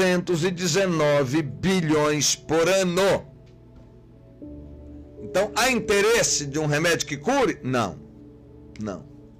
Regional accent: Minas Gerais, Brazil; born there; moved away; lá na minha região, lá em Minas Gerais, lá no Vale do Rio Doce

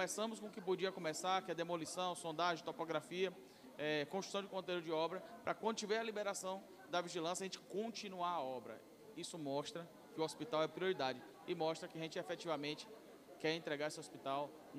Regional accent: Feira de Santana, Bahia, Brazil; eu fui nascido e criado aqui em Feira de Santana.

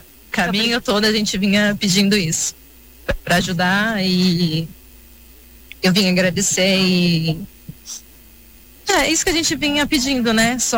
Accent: São José dos Campos, São Paulo, Brazil; eu vim de São José dos Campos.

